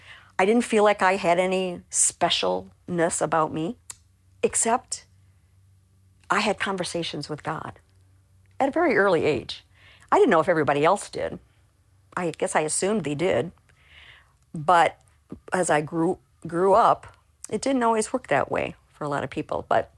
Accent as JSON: {"language": "English", "region": "Iowa", "country": "United States", "tie": "born or raised there", "moved": "yes", "said": "I'm from Iowa originally. I grew up on a farm. I was the oldest of four children."}